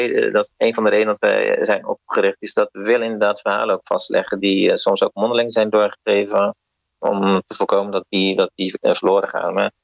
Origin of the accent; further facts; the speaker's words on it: Rotterdam, South Holland, Netherlands; En ik ben zelf ook geen Amsterdammer